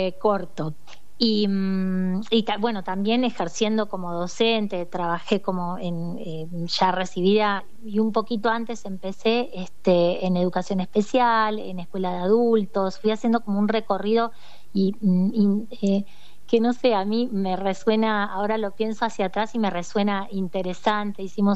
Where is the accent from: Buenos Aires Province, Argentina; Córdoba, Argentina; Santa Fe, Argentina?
Buenos Aires Province, Argentina; Florencio Varela; moved away as an adult; also born or lived in Trelew; Yo soy oriunda de Buenos Aires, de Florencio Varela, de la zona sur de Buenos Aires. Y a los 23 años decidí venirme al sur.